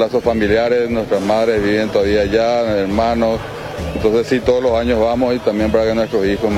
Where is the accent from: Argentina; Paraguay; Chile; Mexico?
Paraguay; now in Miami, United States; Somos paraguayos, pero vivimos en Miami.